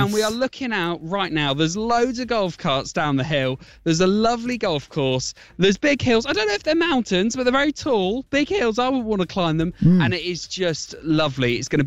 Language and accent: English; Sennelager, North Rhine-Westphalia, Germany; And that's when I was a military child. I grew up in Sennelager in Germany. So I did a bit of golf in Bad Lippspringer.